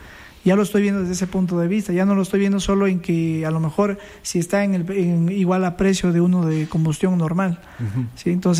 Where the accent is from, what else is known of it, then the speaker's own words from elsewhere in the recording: Loja, Ecuador; al menos nosotros que somos de Loja